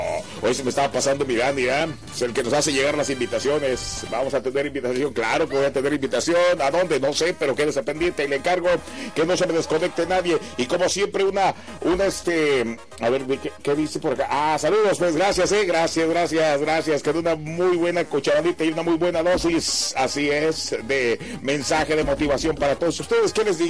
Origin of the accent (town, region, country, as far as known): Mexico